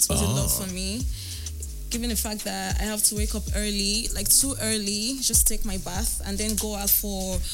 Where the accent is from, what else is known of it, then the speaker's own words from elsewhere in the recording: Delta, Nigeria; moved away as an adult; now in Port Harcourt, Nigeria; I grew up in Delta State